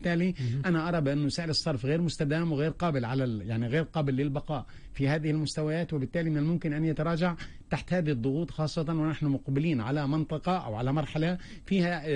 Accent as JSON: {"language": "Arabic", "country": "Palestine", "said": "نحن كفلسطينيين"}